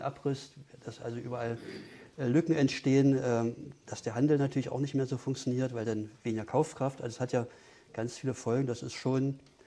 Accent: Potsdam, Brandenburg, Germany; now in Dessau, Germany; Ich komme eigentlich aus Potsdam.

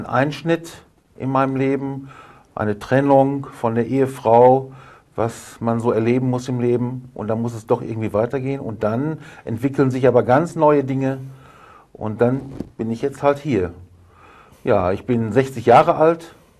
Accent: Beleke, North Rhine-Westphalia, Germany; Ja, ich komme ursprünglich aus Beleke im Sauerland. Das liegt in der Nähe von Warstein. Dort bin ich aufgewachsen.

